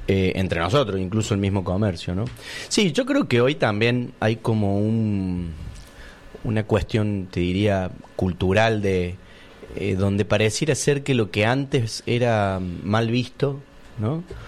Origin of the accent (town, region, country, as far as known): Argentina